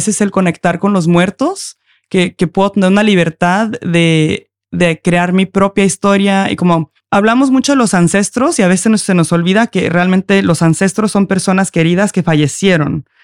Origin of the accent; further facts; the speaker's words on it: Norway; pero aquí yo soy noruega, yo tengo pasaporte noruego, no hay casi nadie que se ve como yo